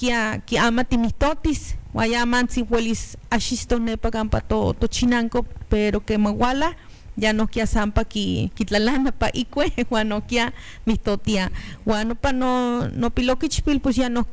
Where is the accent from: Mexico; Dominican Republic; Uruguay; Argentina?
Mexico; first language Nahuatl; Spanish is a second language; Y pues mi abuela, que siempre me hablaba en náhuatl, en nuestra lengua materna, y pues esa fue la primer, como le diría el boom, de que yo pudiera hablar el náhuatl, porque precisamente fue mi lengua materna